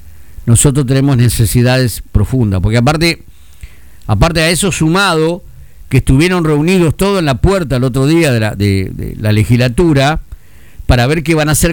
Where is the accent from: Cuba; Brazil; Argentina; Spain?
Argentina; Santa Fe; somos los santafesinos cara de boludo